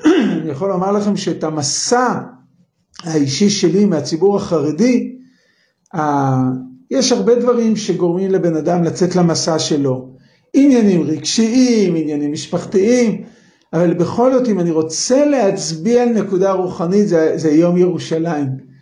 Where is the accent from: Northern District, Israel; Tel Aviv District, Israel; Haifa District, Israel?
Tel Aviv District, Israel; Bnei Brak; אני גדלתי בבני ברק, זה היה בשנים הראשונות של המדינה